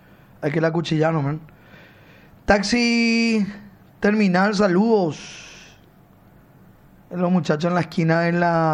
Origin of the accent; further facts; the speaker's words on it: Lambaré, Central, Paraguay; Yo soy de Lambaré, cuando quiero ir a visitar a mamá